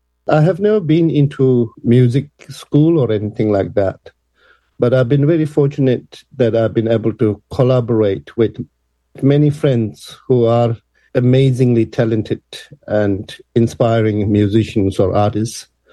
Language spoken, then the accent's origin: English; Dharamsala, Himachal Pradesh, India; born there; moved away; also born or lived in Nepal; my little town that I was growing up in Dharamsala in India. That was after I moved from Nepal to India